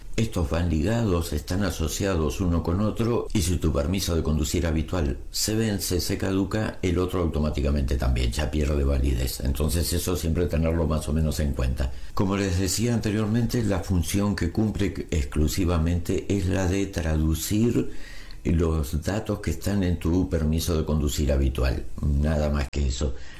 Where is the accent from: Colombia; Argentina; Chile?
Argentina; now in Spain; en mi país, en Argentina